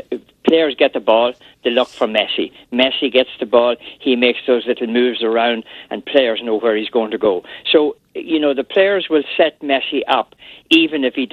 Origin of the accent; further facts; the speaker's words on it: Ireland; Yeah, I'm Irish.